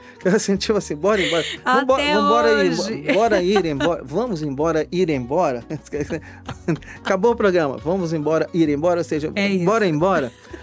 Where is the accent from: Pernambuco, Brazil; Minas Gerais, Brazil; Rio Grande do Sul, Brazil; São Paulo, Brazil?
Minas Gerais, Brazil; now in Amazonas, Brazil; Como eu sou mineiro, mas eu estou morando aqui há muitos anos... Eu tenho raízes aqui. A minha mãe era... Minha saudosa mãe, ela é amazonense de Manaus, né?